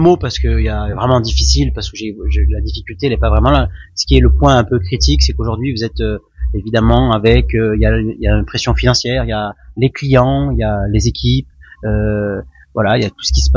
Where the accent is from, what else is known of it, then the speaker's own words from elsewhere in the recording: Sisteron, Provence-Alpes-Côte d'Azur, France; also born or lived in Marseille; Et je suis originaire de Sisteron, je suis entre Sisteron et Marseille.